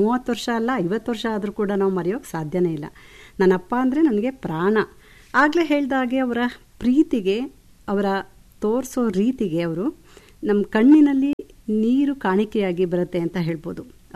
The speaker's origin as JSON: {"language": "Kannada", "region": "Karnataka", "country": "India", "tie": "born or raised there", "also_born_or_lived": "Hassan", "said": "ಹಾಸನದಿಂದ ಇಲ್ಲೇ ಸ್ವಲ್ಪ ದೂರದಲ್ಲಿ ನಮ್ಮೂರಿದೆ"}